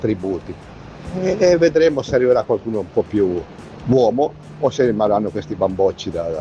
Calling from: Cuneo, Piedmont, Italy

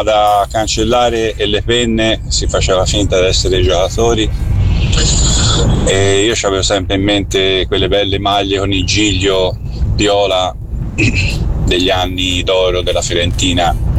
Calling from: Florence, Tuscany, Italy; sono fiorentino

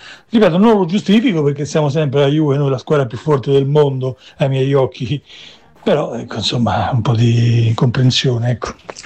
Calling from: London, United Kingdom; da Londra.

